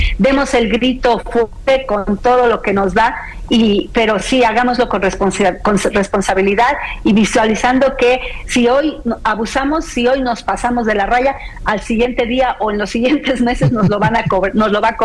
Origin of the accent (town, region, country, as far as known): Mexico